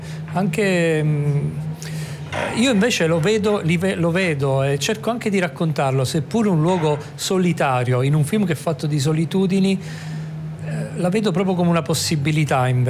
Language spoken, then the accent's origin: Italian; Campania, Italy; non perché sono molisano, sono cilentano